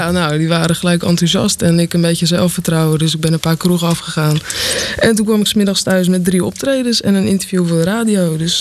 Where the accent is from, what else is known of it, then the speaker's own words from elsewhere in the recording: Schiedam, South Holland, Netherlands; Nee, ik kom uit Schiedam.